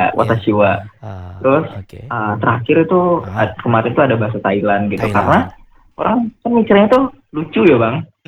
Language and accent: Indonesian; West Sumatra, Indonesia; kalau pribadi sebagai orang Minang